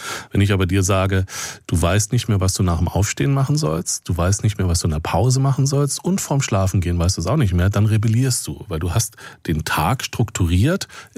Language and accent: German; Berlin, Germany; ich komme ja aus Berlin